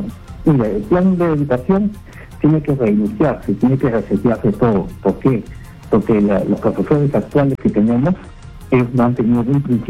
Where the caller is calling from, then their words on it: Lima, Peru; Llamo de Lince, señor